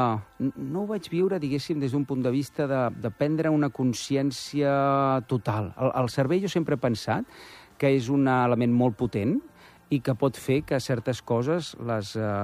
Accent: Barcelona, Catalonia, Spain; del 86, a la Vila de Barcelona, i vivia en un barri del qual jo ara n'estic exiliat. Jo sempre dic que sóc un exiliat del Poble Nou.

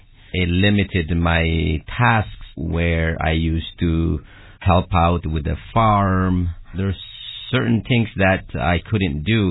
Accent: Sidama, Ethiopia; first language Sidamo; English is a second language; in Sidaminya, which is my mother tongue language

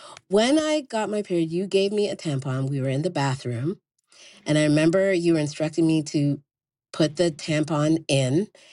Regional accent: Canada; also born or lived in Ghana; This is my exact experience. I was born in Ghana and raised in Canada. My family lived deeply within our community, the food, the language, celebrations, all of it.

